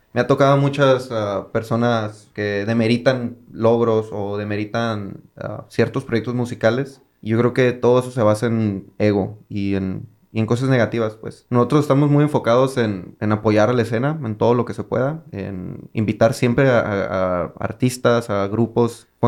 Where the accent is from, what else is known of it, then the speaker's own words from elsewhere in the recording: Mexicali, Baja California, Mexico; porque somos de Mexicali y queremos que esto sea para todos.